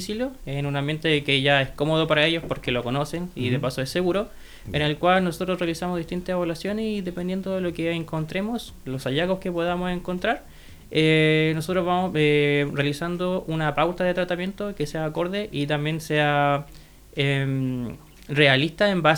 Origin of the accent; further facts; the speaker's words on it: Santa Cruz, O'Higgins, Chile; Sí, soy de acá de Santa Cruz.